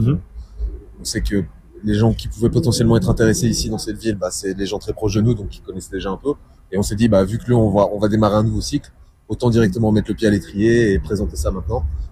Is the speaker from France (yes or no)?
no; Brussels, Brussels-Capital Region, Belgium; on est toujours très fiers de dire qu'on vient de Bruxelles et on veut représenter notre ville